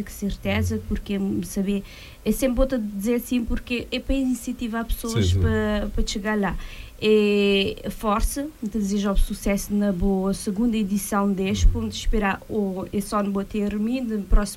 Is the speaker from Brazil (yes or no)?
no; Cape Verde; E esse é um apelo que me te pedi de mim como cabo-verdiana